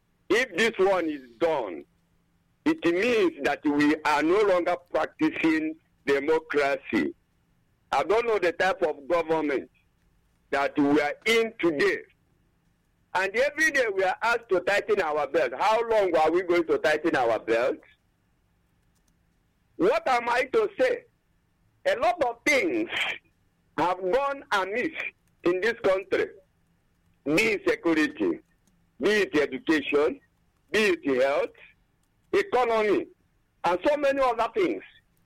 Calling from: Isoko, Ebonyi, Nigeria; I'm calling from Isoko, my knowledge, a local government area of Ebonyi State.

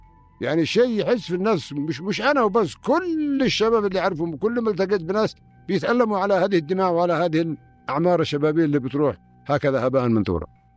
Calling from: Yemen; أنا بالنسبة لي يعني مواطن يمني حر

